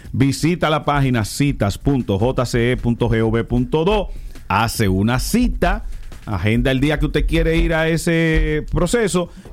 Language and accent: Spanish; Dominican Republic; moved away; aquí somos menos los dominicanos que estamos en el exterior.